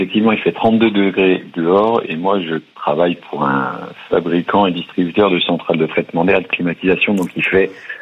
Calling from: Dijon, Bourgogne-Franche-Comté, France; De Dijon.

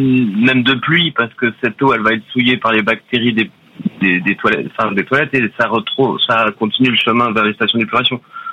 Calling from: Nouvelle-Aquitaine, France; moi, je suis au Pays Basque.

